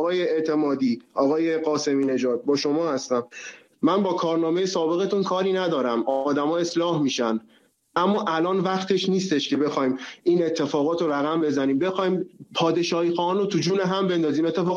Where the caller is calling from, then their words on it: Tehran, Tehran Province, Iran; از تهران هستم